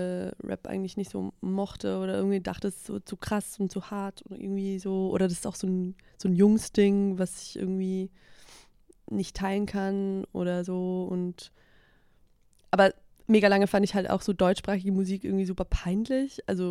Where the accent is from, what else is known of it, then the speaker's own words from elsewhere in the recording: Switzerland; Genau, ich oute mich jetzt hier als Schweizerin.